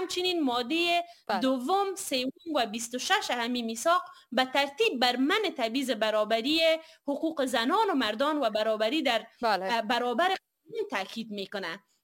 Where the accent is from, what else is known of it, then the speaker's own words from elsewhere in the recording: Afghanistan; ما من حیث کسایی که از افغانستان هستیم